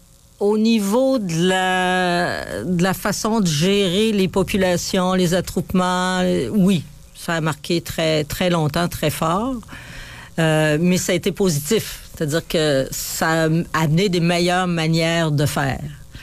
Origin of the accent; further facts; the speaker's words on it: Quebec, Canada; Nous, on est des Québécois souverainistes.